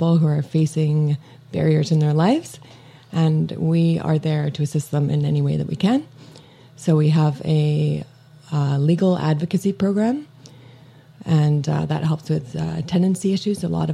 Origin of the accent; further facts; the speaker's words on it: Vancouver, British Columbia, Canada; moved away as an adult; now in Okanagan, Canada; I'm fairly new to the Okanagan. I'm from Vancouver.